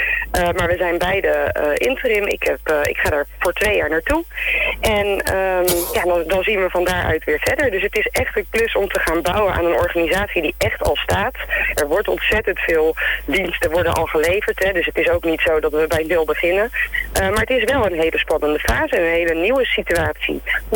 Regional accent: Dordrecht, South Holland, Netherlands; Ik ben een Dordtenaar, geboren en getogen.

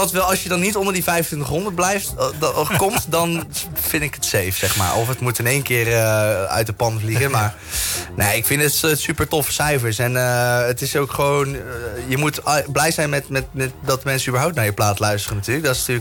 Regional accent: 's-Hertogenbosch, North Brabant, Netherlands; Want ik heb bijvoorbeeld zelf een liedje met carnaval geschreven bij ons in Den Bosch.

